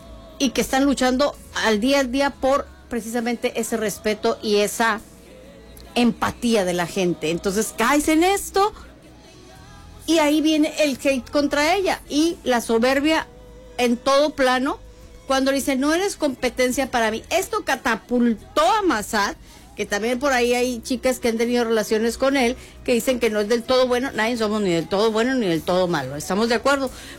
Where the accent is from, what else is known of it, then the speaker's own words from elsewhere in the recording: Mexico; es de lo que nos quejamos como mexicanos